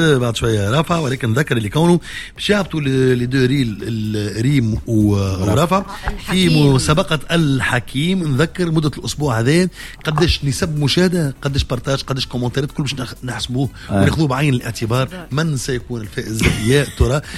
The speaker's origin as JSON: {"language": "Arabic", "country": "Tunisia", "tie": "born there", "said": "طب تولدت في تونس من اب وام تونسيه."}